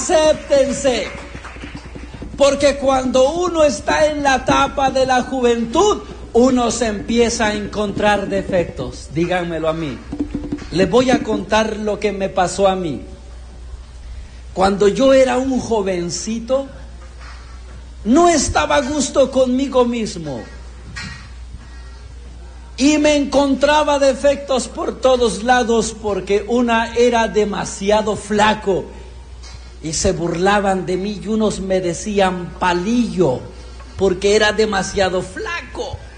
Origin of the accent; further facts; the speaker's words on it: Frontera Comalapa, Chiapas, Mexico; en mi pueblo, en Frontera Comalapa